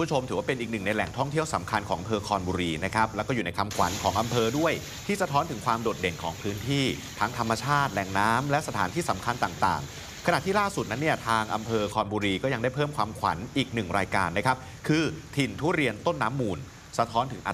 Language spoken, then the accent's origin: Thai; Phitsanulok, Thailand; born there; also born or lived in Southern Thailand; ผมเองเนี่ยพื้นเพคนใต้บอกก่อนแต่ว่าเกิดแบบที่พิษโลกนะฮะ